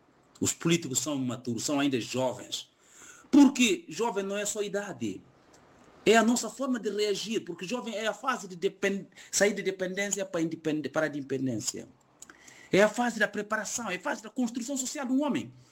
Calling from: Guinea-Bissau; Infelizmente, isso acontece na minha terra, que é Guiné-Bissau

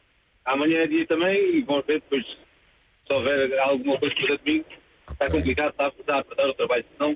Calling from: Montemor-o-Novo, Alentejo, Portugal; Cortiçadas Lavre, no concelho de Montemor Novo.

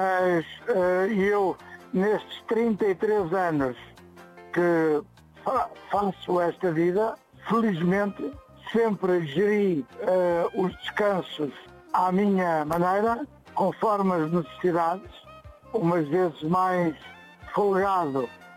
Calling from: Amares, Norte, Portugal; para chegar a casa em Amares

